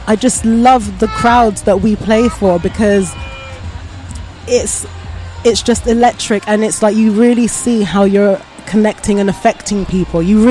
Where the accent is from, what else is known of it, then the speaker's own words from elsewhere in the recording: Bristol, South West England, United Kingdom; I'm Bristol born and raised and still here.